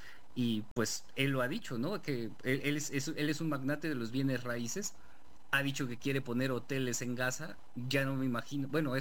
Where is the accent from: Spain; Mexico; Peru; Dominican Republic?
Mexico